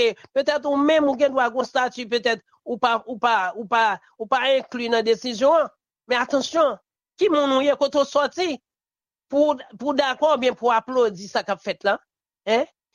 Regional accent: Haiti

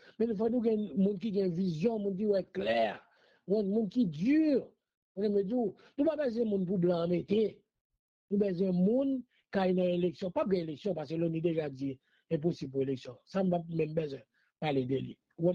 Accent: Haiti; oui, je suis haïtien, je dis ça fort et jusqu'au bout, jusqu'à la dernière jour de ma vie. Je me dis, je vais toujours être haïtien

